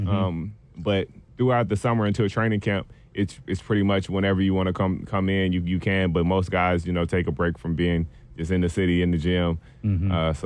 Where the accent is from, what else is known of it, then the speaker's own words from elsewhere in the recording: Little Rock, Arkansas, United States; I grew up in Little Rock around the different people that ended up being in tough situations.